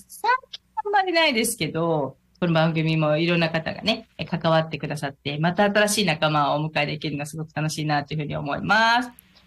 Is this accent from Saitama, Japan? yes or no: yes; Saitama, Japan; 私も埼玉100%ですので、